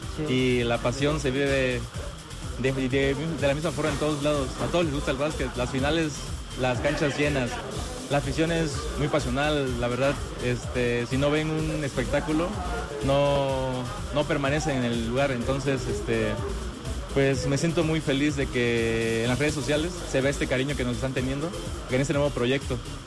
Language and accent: Spanish; Santiago Jamiltepec, Oaxaca, Mexico; Soy originario de Santiago Jamiltepec, Oaxaca. Es un pueblo ubicado en la región de la costa.